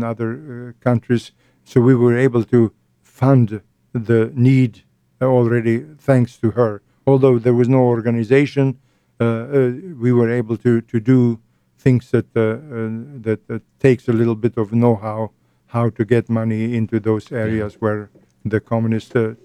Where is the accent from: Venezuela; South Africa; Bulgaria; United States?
Bulgaria; first language Bulgarian; English is a second language; I was standing beside her, and I did not speak English, neither did I speak Swedish. Nobody speaks Bulgarian, so all I could do is cry and cry.